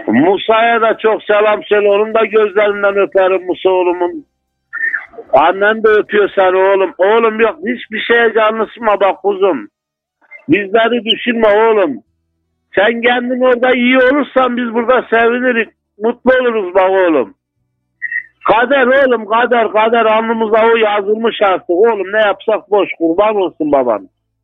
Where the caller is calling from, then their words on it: Ceyhan, Adana, Turkey; Ben Adana Ceyhan'dan arıyorum abi.